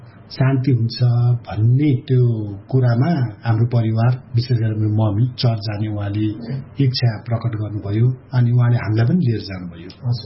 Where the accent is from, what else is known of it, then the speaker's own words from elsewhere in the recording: Bhaktapur, Bagmati, Nepal; born there; मेरो जन्म भक्तपुरमै भयो।